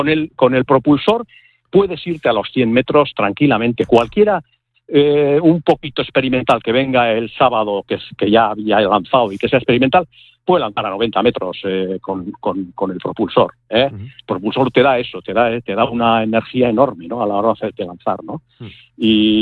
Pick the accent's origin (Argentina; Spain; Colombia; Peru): Spain; Barrika, Basque Country; yo soy de Vizcaya, soy de Barrica, Vizcaya, la desembocadura del río Nervión.